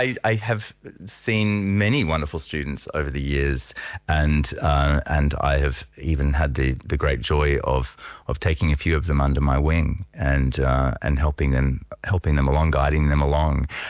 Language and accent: English; Australia